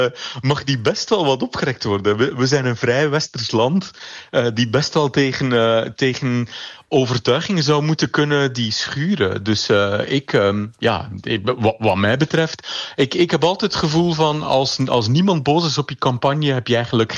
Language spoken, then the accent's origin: Dutch; Belgium; moved away as an adult; now in Netherlands; Kijk, ik woon al 20 jaar in Nederland. En als Belg was ik vanaf dag 1 verliefd op het zelfvertrouwen van Nederland.